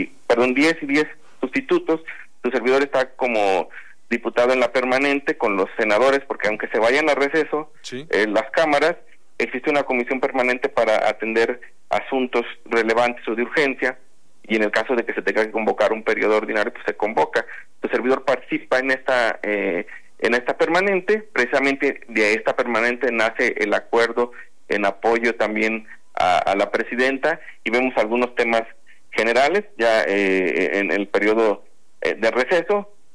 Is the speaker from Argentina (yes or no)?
no; Mexico; para nosotros como mexicanos